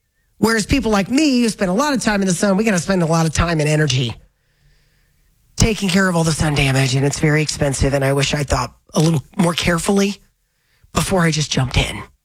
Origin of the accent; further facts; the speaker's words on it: Florida, United States; I grew up in Florida